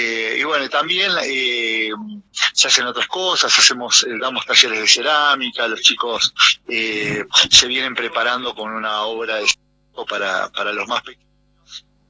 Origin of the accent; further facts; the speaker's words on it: Merlo, Buenos Aires Province, Argentina; Somos de Buenos Aires, de la provincia de Buenos Aires, de Merlo